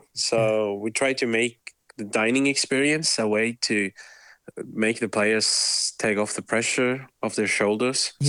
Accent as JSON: {"language": "English", "country": "Norway", "said": "Yeah, like we're from Norway. It's like the top of the Arctic Circle."}